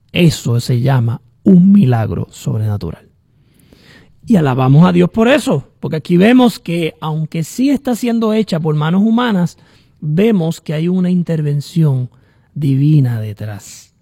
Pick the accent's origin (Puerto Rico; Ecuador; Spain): Puerto Rico; Yo soy nacido y criado en Puerto Rico.